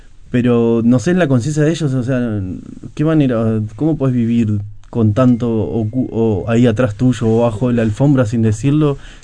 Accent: Tacuarembó, Uruguay; born there; also born or lived in Paso de los Toros, Uruguay / Montevideo, Uruguay; Agradezco haber nacido acá y no me voy a ir nunca a Uruguay. Amo Uruguay. Nosotros también, en nuestra patria ahora está Tacuarembó, decidimos vivir allá. Ya fuimos niños, adolescentes, yo viví en Paso de los Toros de niño, en Montevideo

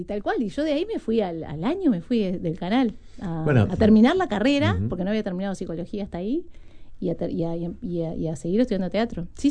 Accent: Canelones, Uruguay; yo soy uruguaya hasta la médula, canaria hasta la médula, o sea, no me movería, sí, a trabajar, ¿no? Pero como en esta cuestión donde siempre termino, en mi hogar es Canelones, ahora vivo en La Gomar, ¿no? Pero es eso, Pinar, Atlántida, La Gomar, no me saco de ahí.

